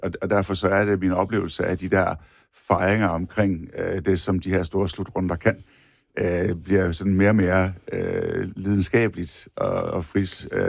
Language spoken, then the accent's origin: Danish; Region of Southern Denmark, Denmark; Altså, som sønderjyde, så er man jo opvokset, og jeg er opvokset med den tyske, kan man sige, sådan lidt pølsetradition